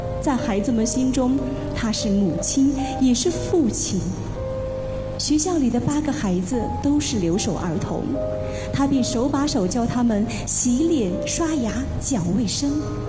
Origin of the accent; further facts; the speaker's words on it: Jiyuan, Henan, China; 我是来自济源市坡头镇的一名山区特岗教师。